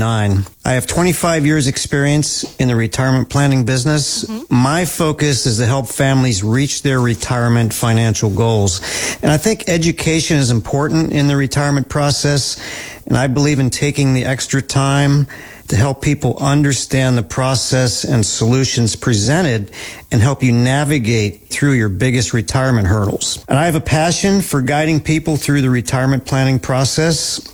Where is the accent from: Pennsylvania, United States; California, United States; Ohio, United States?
Pennsylvania, United States; Harrisburg; I was born and raised in the Harrisburg area, and I went to school and college locally.